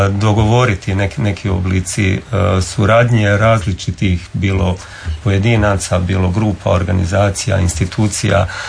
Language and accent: Croatian; Bosnia & Herzegovina; za nas Hrvate koji dolazimo iz Bosne i Hercegovine